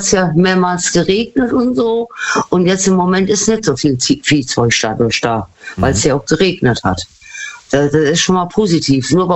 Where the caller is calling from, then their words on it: Rhineland-Palatinate, Germany; Aus dem Westerwald.